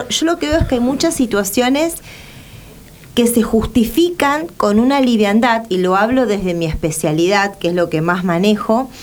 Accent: Argentina

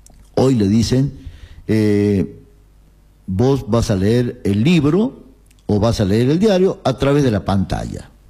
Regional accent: Argentina; somos los argentinos

